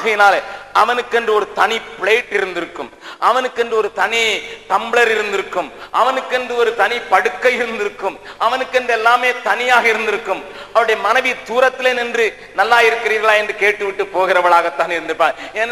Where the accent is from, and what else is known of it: India